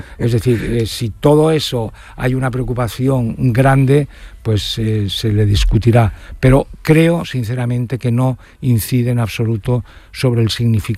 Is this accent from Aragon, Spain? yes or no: no; León, Castile and León, Spain; Yo soy poco de León también, ¿eh? Yo he sido de León, pero soy ahora quizás menos.